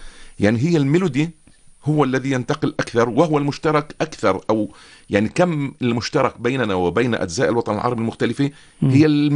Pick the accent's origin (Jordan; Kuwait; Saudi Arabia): Jordan; Aqaba, Aqaba Governorate; يمكن عندنا مثلا في العقبه اغاني السمسميه